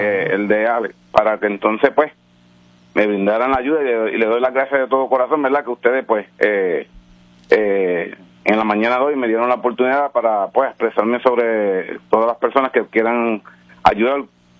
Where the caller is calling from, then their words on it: Moca, Puerto Rico; Sí, es de mi pueblo de Moca.